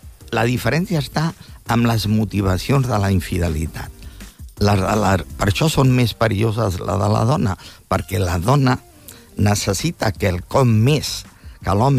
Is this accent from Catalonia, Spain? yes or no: yes; Catalonia, Spain; els que som catalans